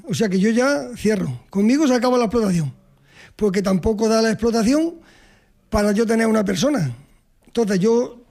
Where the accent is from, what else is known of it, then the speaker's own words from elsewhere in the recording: Villanueva del Duque, Andalusia, Spain; Buenos días, Manolo. … de Villanueva del Duque. Ganadero, agricultor, olivo, huerto.